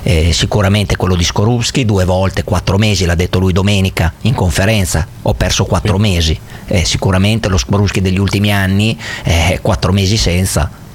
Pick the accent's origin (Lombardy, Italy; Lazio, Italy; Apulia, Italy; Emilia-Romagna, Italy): Emilia-Romagna, Italy; Bologna; perché se c'è una squadra per cui non simpatizzo, per fortuna, da bolognese, è proprio quello.